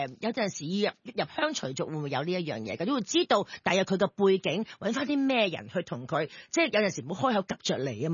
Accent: Hong Kong

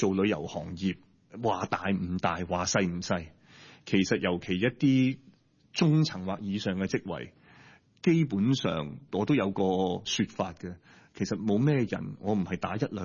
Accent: Hong Kong; 我覺得我哋香港人嘅服務好

